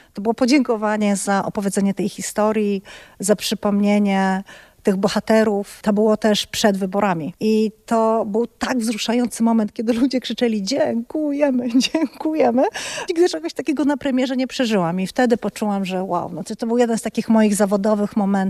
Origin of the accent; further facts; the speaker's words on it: Poznań, Greater Poland Voivodeship, Poland; moved away as an adult; now in Gdańsk, Poland; ja z Poznania